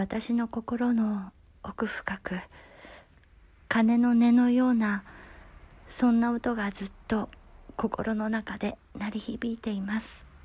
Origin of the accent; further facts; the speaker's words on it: Iwate, Japan; 私のふるさとの岩手県